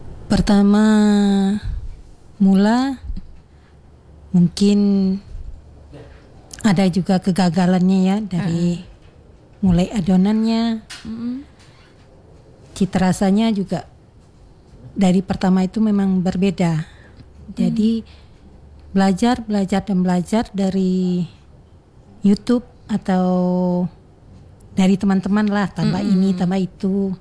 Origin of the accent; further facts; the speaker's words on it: West Sumatra, Indonesia; Saya asli orang Sumatera Barat.